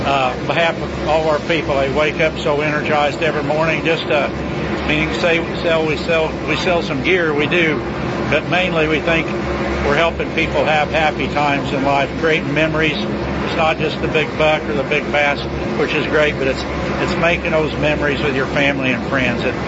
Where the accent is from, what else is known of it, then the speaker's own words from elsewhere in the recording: Springfield, Missouri, United States; they grew up in my hometown, Springfield, Missouri